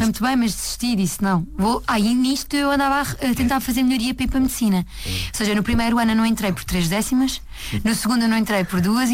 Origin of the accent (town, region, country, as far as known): Azeitão, Setúbal, Portugal